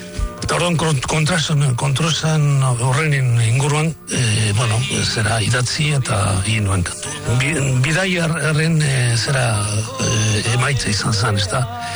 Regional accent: Vitoria-Gasteiz, Basque Country, Spain; also born or lived in Tarragona / Algeciras; ni Tarragona sortua naiz, baina Tarragonan bi urte baino ez nuen egin, gero hartik handik Algezira zera junginan, eta gero azkenean Gasteizera

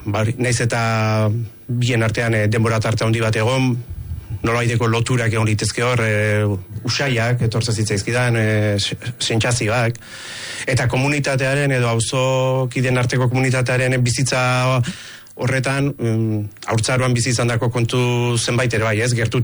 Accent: Urretxu, Basque Country, Spain; zelai aristi nire hortzareko frontoia da, uzoko frontoia da, frontoi irekia.

